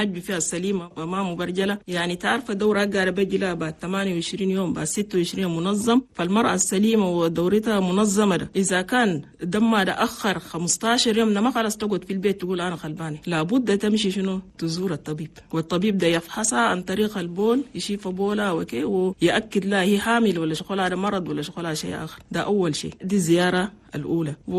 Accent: Chad; لأننا نحن عندنا في تشاد نسبة موت عن الأمهات

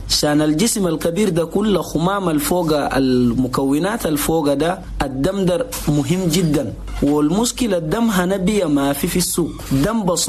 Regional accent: Chad; نقول لاخواننا المواطنين جميعا في بلدنا تشاد

